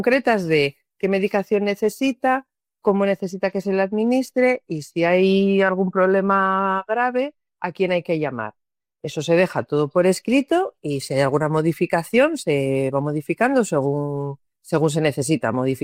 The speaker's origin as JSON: {"language": "Spanish", "town": "Candás", "region": "Asturias", "country": "Spain", "said": "lo primero que tengo que decir es que no soy de Cangas de Narcea, encima yo soy de Candás"}